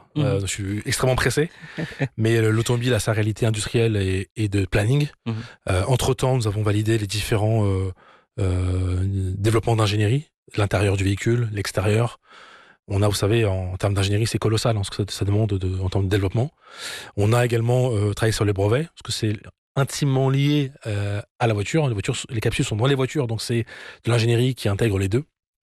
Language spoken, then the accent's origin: French; Morocco; now in France; Moment historique, inoubliable en tant que Marocain, ou ce Marocain du monde. On est en France. Loin du Maroc au départ, avec juste les vacances d'été